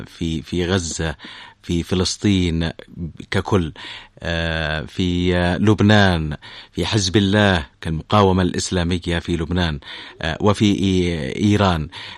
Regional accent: Yemen; نحن كشعب يمني

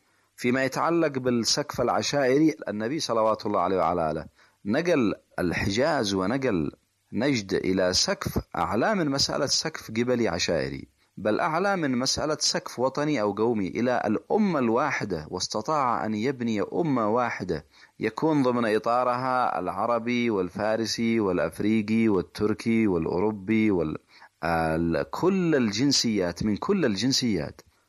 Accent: Yemen; نحن لا نلغي مسألة أن نكون شعب، إحنا شعب يمني بالتأكيد

